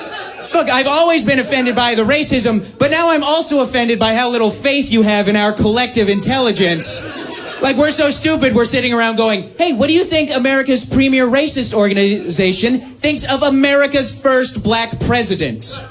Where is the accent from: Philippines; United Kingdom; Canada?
Canada; now in United States; I'm actually from Canada. I know, exotic, quite impressive. And I've been living here in the States for a little while now.